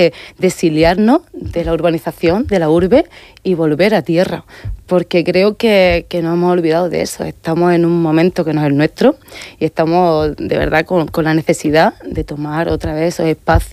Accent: Bonares, Andalusia, Spain; moved away as an adult; now in Murcia, Spain; Yo soy una mujer rural. Yo nací en un pueblo muy pequeñito de Huelva. Y toda mi vida la llevo desde los 18 años aquí en Murcia.

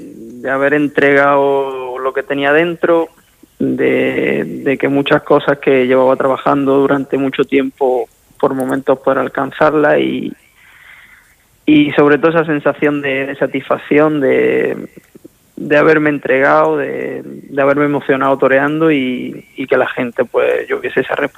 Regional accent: Region of Murcia, Spain; now in Sierra de Cádiz, Spain; Pues yo lógicamente soy de Murcia

